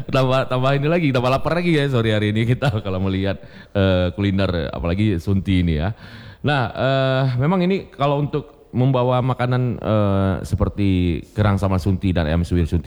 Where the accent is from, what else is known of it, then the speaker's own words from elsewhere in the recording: Aceh, Indonesia; kita Aceh